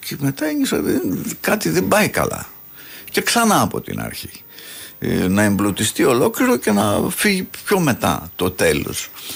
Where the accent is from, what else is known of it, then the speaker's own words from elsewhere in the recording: Arta, Epirus, Greece; στην Άρτα, ας πούμε, στην πατρίδα μου